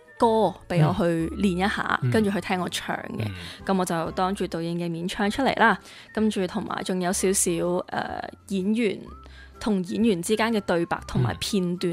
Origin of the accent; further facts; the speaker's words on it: Macau; 我都是澳门人